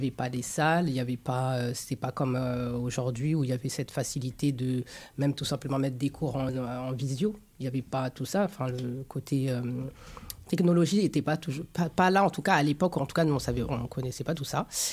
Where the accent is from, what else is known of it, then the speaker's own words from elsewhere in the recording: Paris, Île-de-France, France; born there; moi je suis une parisienne née dans le 18e.